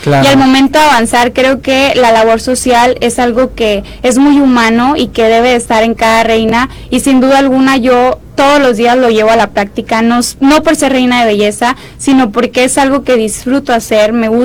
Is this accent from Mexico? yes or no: yes; Mexico; las mexicanas que vamos con todo el flow a este certamen